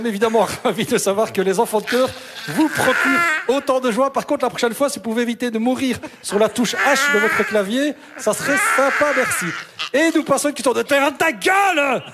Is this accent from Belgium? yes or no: yes; Belgium; alors que chez nous, en Belgique, ben, on pratique un humour plus subtil.